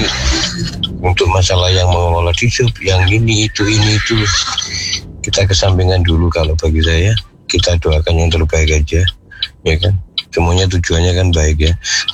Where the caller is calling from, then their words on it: Malang, East Java, Indonesia; Saya selaku warga Malang